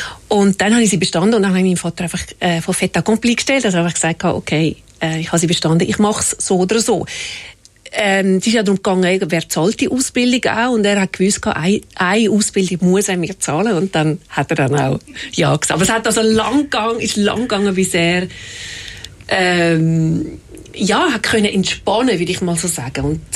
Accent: Horgen, Zurich, Switzerland; Ich bin in Horgen aufgewachsen.

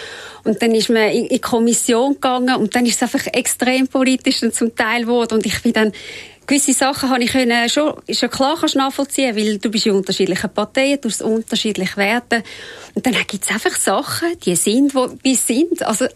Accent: Zurich, Switzerland; ich bin in Rätherschen aufgewachsen

